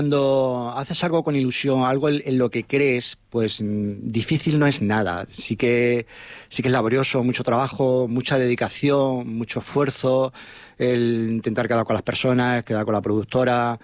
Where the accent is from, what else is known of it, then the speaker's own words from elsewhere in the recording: Talavera la Nueva, Castilla-La Mancha, Spain; festividad en Talavera la Nueva de San Francisco de Asís y como yo me comprometí con los vecinos de mi pueblo